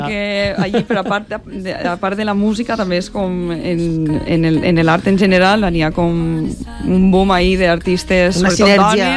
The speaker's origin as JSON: {"language": "Catalan", "town": "Benissa", "region": "Valencian Community", "country": "Spain", "said": "Jo soc de Benissa."}